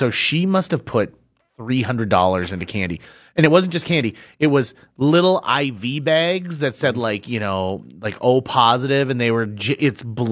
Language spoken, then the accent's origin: English; United States; Dude, I also grew up in the Clara Barton area. It was fantastic.